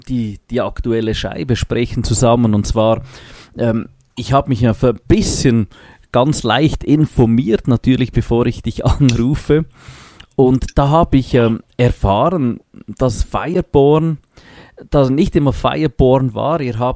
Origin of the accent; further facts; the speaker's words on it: Basel, Basel-Stadt, Switzerland; Ich komme ursprünglich aus Basel, das ist ja eigentlich, da kann man zu Fuß hin und her laufen quasi zwischen Basel und Lörrach